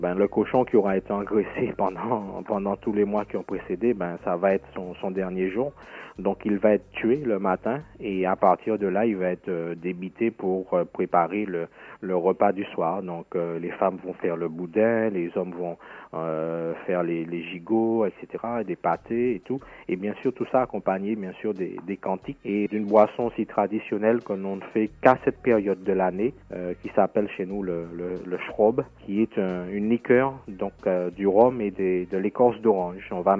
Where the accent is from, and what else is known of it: Martinique